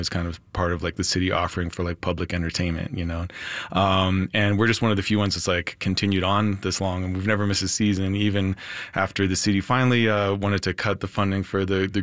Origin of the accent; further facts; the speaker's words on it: Denver, Colorado, United States; So I grew up around the City Park area